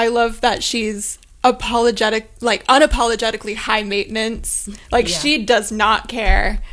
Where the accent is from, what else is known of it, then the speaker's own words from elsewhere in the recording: New York, United States; I'm from New York, so I moved back home.